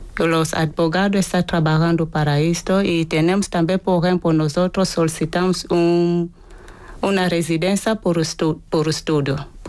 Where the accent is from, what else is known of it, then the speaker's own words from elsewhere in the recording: Cabinda, Angola; moved away as an adult; now in Madrid, Spain; Yo vengo de Angola. Uh-huh. Mi ciudad se llama Cabinda.